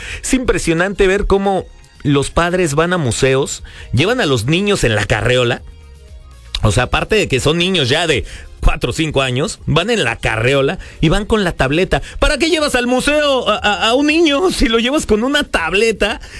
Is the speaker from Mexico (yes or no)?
yes; Mexico City, Mexico; Pues sí, somos chilangos. Y al final, pues ya saben, o sea, sí. Yo sí crecí en un huacal de aguacates o de jitomates, en cualquier pulcata que se puedan imaginar. O sea, orgullosamente.